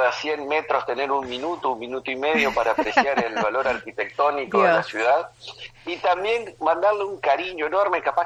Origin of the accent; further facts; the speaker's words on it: Concordia, Entre Ríos, Argentina; now in Paraná, Argentina; yo soy de Concordia